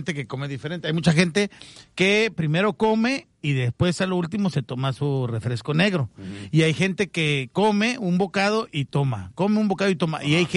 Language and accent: Spanish; San Luis Potosí, Mexico; Yo soy de San Luis Potosí.